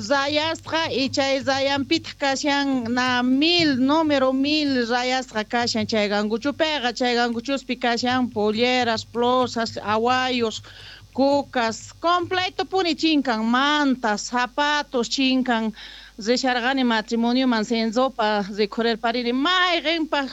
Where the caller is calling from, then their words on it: Atacari, Bolivia; ahí mi pueblo es de Atacari